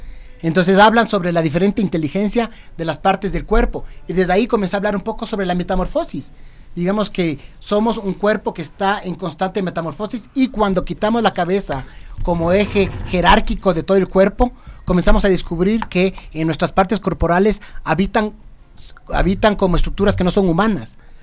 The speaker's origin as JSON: {"language": "Spanish", "town": "Quito", "region": "Pichincha", "country": "Ecuador", "said": "este humor de lo diferente que somos los quiteños, ¿no?"}